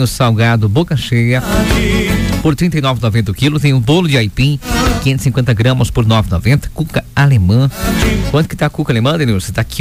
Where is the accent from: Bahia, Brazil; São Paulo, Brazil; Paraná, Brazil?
Paraná, Brazil; Rebouças; moved away; esse povão querido aí da cidade de Rebouças? Ô, meu povo querido, a minha terra, inclusive